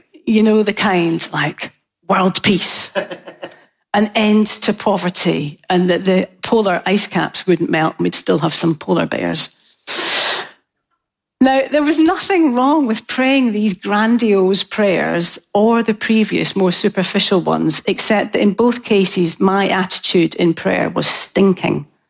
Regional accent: Scotland, United Kingdom; I'm Scottish and a bargain hunter

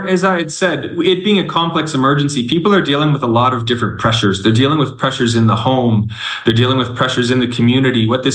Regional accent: Canada; now in Democratic Republic of the Congo; I'm a Canadian in the DRC.

